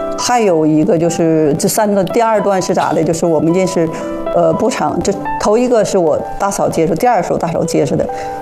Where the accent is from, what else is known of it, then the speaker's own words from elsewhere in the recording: Northeast China, China; 我们也是我们老家，但他好像是河北的，上我们东北那边去了。